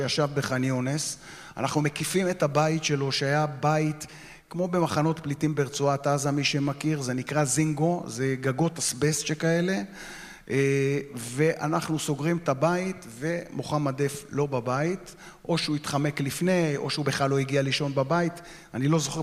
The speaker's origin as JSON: {"language": "Hebrew", "town": "Ramat Gan", "region": "Tel Aviv District", "country": "Israel", "tie": "born or raised there", "said": "אני גדלתי סמוך לגבעתיים ברמת גן, ואני גם בוגר קלעי גבעתיים."}